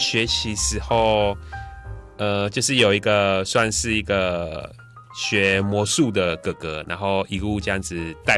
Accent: Kaohsiung, Taiwan; now in Yanshui, Tainan, Taiwan; 我是高雄人。

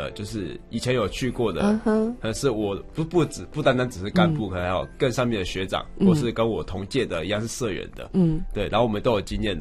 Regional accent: Taiwan; now in Taipei, Taiwan; 因为是从中南部上来台北读书的

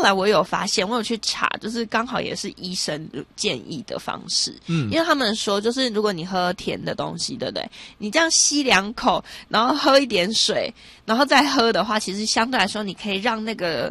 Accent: Taiwan; 其实又是我们台湾人非常非常日常生活当中的一个陪伴啦，

